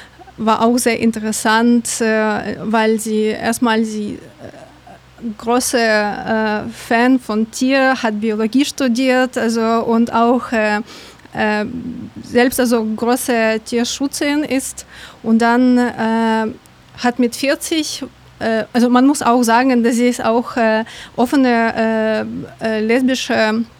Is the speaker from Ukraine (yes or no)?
yes; Kyiv, Ukraine; German is a second language; aber ich komme aus Kyiv und oft lese über meine Stadt Nachrichten.